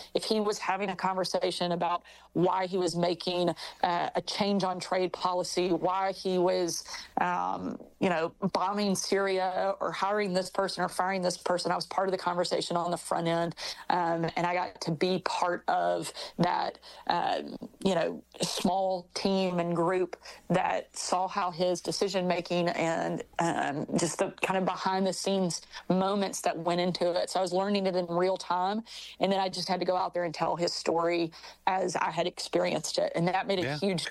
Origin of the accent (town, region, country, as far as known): Arkansas, United States; born or raised there